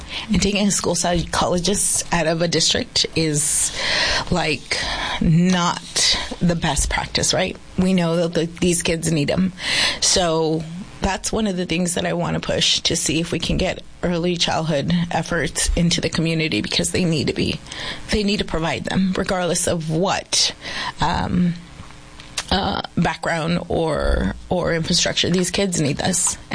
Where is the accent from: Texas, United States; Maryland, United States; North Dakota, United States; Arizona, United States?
Arizona, United States; Yuma County; I come from the Yuma County community